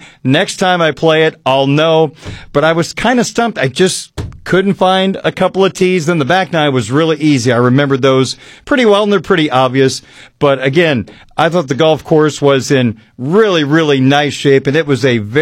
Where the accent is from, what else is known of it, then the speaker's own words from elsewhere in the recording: Indiana, United States; now in Illinois, United States; Of course, here in Illinois, we play in the fall. I came from Indiana where they played in the spring, which I wouldn't want to do.